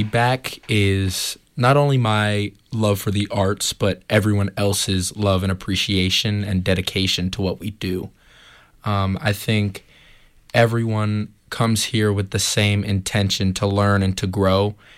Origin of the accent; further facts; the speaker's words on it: New York City, New York, United States; I am from New York City.